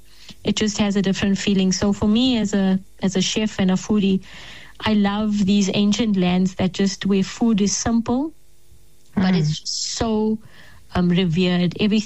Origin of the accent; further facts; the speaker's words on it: South Africa; it wasn't because you know, I'm South African or I'm a foreigner or that I'm something special